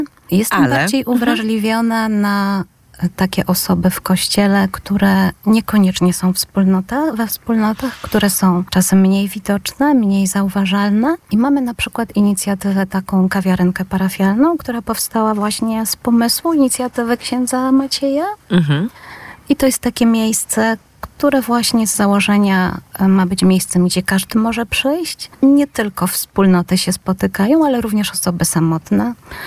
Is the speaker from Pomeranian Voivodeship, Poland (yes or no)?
no; Garwolin, Masovian Voivodeship, Poland; also born or lived in Warsaw; now in Józefów, Poland; Przeprowadzka z Warszawy, ale też z tego względu, że pochodzę z Garwolina, również z parafii Matki Bożej Częstochowskiej.